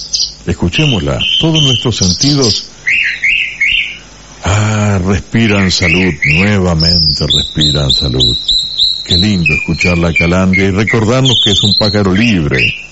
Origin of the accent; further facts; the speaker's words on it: Entre Ríos, Argentina; Somos argentinos, entrerrianos de pura cepa.